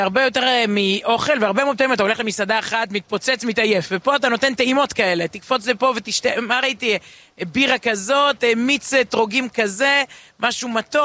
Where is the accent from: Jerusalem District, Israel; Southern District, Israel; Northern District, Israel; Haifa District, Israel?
Jerusalem District, Israel; Jerusalem; אני כירושלמית רואה אנשים מסתובבים איתם בשוק